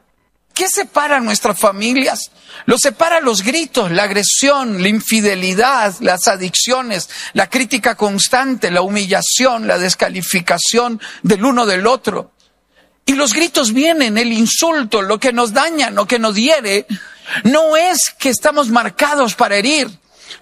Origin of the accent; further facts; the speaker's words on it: Costa Rica; somos de Costa Rica